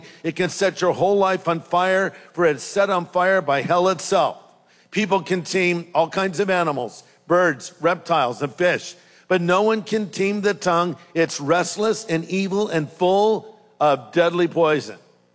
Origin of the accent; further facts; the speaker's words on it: California, United States; Well, listen, I'm from California, okay? So I said, honestly, I hate to admit this. I don't know how to build a fire.